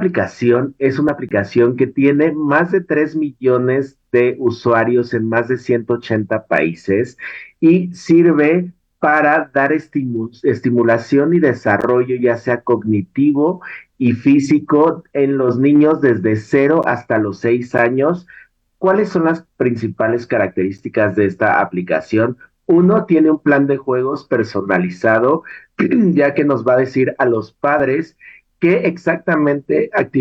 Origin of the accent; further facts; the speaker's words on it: Mexico; tenemos que sentirnos orgullosos de nuestro país, de nuestras tradiciones, pero también de nuestro talento mexicano.